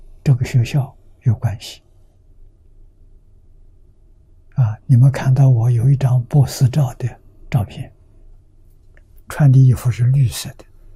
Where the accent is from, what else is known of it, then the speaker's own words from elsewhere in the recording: China; 我们中国人看到外国人在起步了